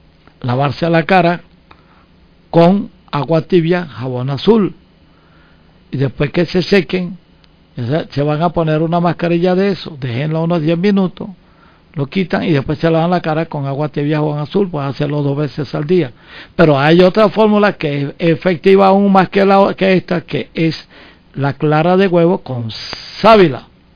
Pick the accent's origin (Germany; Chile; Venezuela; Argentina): Venezuela; born there; moved away; Yo nací en Boca de Drago, a 17 para 18 horas de aquí de la ciudad capital.